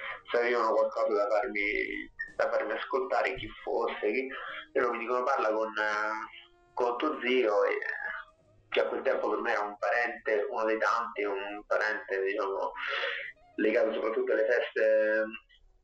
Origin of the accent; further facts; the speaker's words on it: Rome, Lazio, Italy; born there; almeno a Roma, non so se anche in altre città era così, ma negli anni 90 gli scout erano un miscuglio